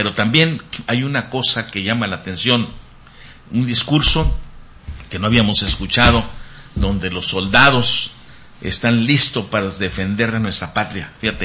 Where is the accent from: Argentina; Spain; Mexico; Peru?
Mexico; un país pacifista como el nuestro, humanista en su práctica, como el mexicano